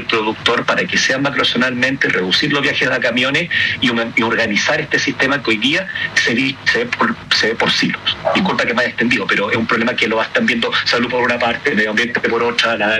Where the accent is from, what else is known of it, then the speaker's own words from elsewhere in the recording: Iquique, Tarapacá, Chile; Yo soy de Iquique, el comportamiento de la gente de Iquique es muy distinto a el comportamiento de la gente que vive en Valdivia